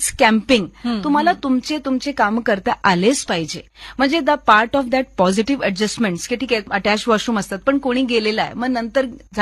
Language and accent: Marathi; Chandigarh, India; also born or lived in Himachal Pradesh; माझा hometown Chandigarh plus Himachal, तर माझा जो रूट्स आहेत ते खूप स्ट्रॉंग आहे